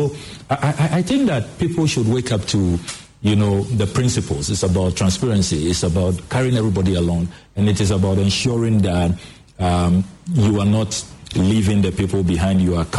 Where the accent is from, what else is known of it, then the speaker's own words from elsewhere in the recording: Ghana; I'm also a Ghanaian.